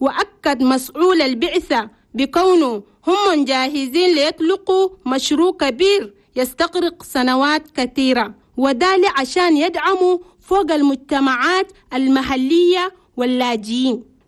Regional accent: Chad

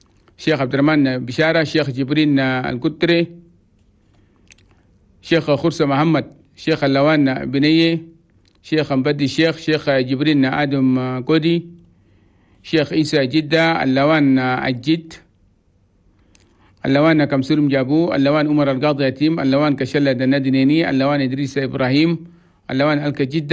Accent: Chad; وخاصة في صباحنا بلدنا تشاد، نقول لكم مساء الخير من الإذاعة الوطنية

